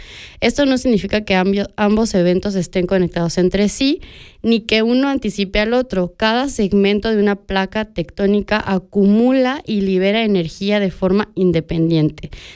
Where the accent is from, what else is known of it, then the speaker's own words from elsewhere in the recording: Mexico; En mi país pasa mucho también, México tiembla cada rato